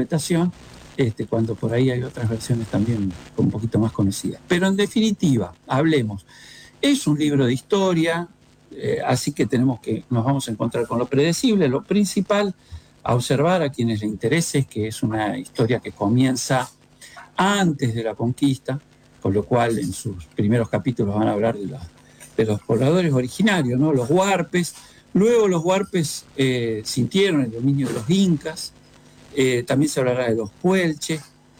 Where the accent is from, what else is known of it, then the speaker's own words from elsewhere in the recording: Viedma, Río Negro, Argentina; Como sabés, yo me crié en Viedma, lo hemos hablado en algún